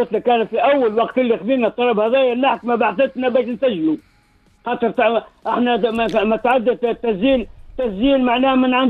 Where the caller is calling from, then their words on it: Ariana Governorate, Tunisia; نتكلم فيك من ريانا برج الوزير